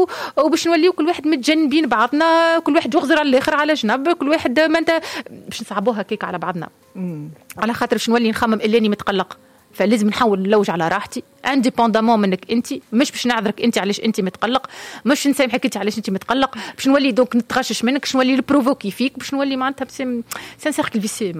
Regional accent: Tunisia; احنا تونسي

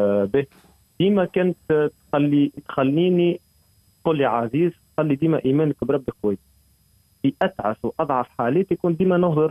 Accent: Essouassi, Mahdia Governorate, Tunisia; مع قريتي السويس

